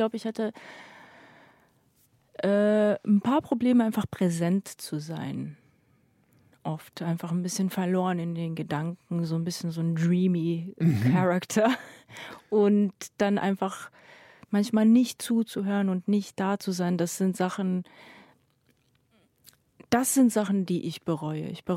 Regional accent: Sarajevo, Federation of Bosnia and Herzegovina, Bosnia & Herzegovina; moved away; Und das habe ich immer irgendwie, das war immer selbstverständlich für mich, bis ich dann ausgezogen bin aus Sarajevo. Und dann habe ich festgestellt, oh krass, mir fehlen die Berge.

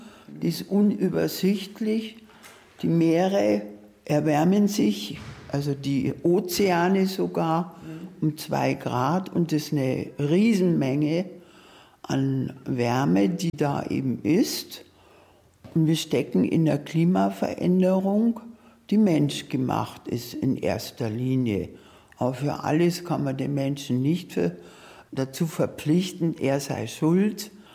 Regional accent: Munich, Bavaria, Germany; Also ich komme aus München und da gibt es die Isarauen.

